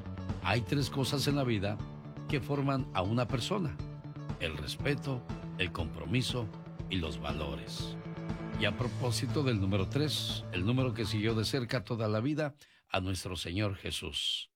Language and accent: Spanish; El Salvador; moved away; saludos a la gente de El Salvador. Porque un día salí de El Salvador, pero El Salvador...